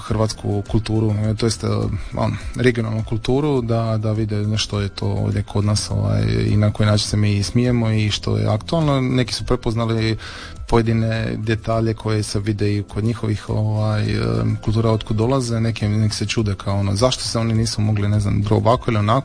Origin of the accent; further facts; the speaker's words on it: Pašman, Zadar County, Croatia; ja isto dolazim sa Pašmana